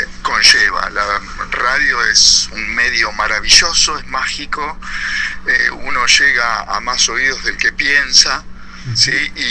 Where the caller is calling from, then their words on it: Luján, Buenos Aires Province, Argentina; Yo, como soy de Luján